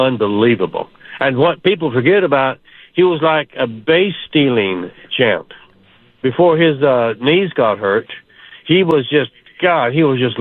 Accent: Kansas, United States; I was raised in Kansas, a little town in Kansas of about maybe 800 people.

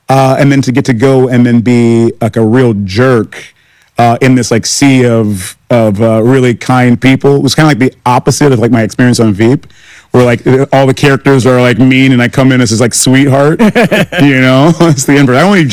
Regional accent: Ghana; they know that I'm Ghanaian, you know, my mother's Ghanaian.

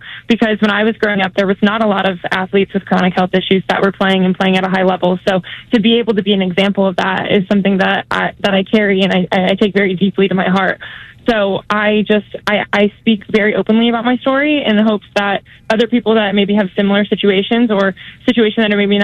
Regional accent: Cleveland, Ohio, United States; I grew up in Cleveland, Ohio, where we had the Akron Racers an hour from my house.

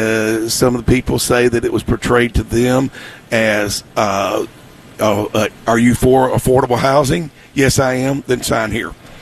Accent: Nashville, Tennessee, United States; I grew up in East Nashville. I grew up on the other side of Shelby Park.

